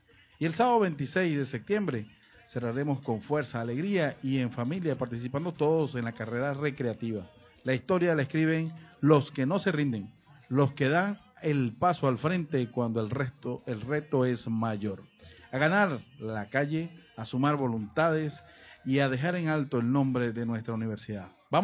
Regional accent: Venezuela

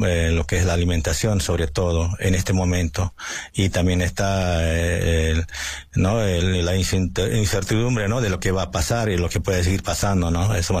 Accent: La Paz, Bolivia; yo provengo de la ciudad de La Paz, soy descendiente de indígena

